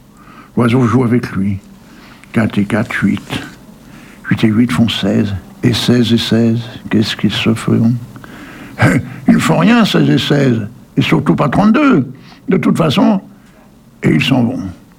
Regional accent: Hauts-de-France, France; Tu sais que je suis un ch'timi, moi.

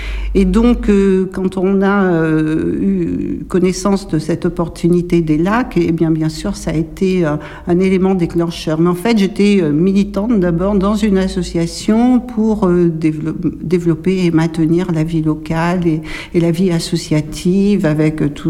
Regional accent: Chasseneuil, Nouvelle-Aquitaine, France; je suis originaire de Chasseneuil, qui est une commune à côté. Je n'étais pas très loin. Par contre, j'ai été amenée à travailler sur ce territoire, à y avoir ma propre maison.

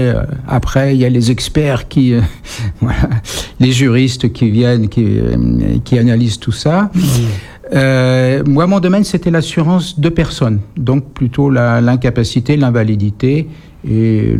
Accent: Saint-Mandé, Île-de-France, France; born there; Je suis né dans le Val-de-Marne

